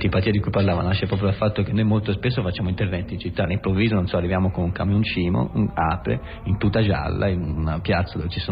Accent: Tuscany, Italy; forse proprio perché siamo toscani

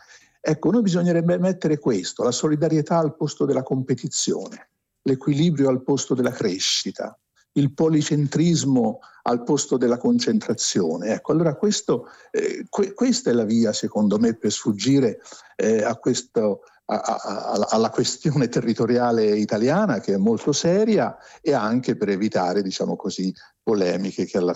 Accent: Tuscany, Italy; entrambi viviamo ancora oggi nel paese dove siamo nati, io in Toscana

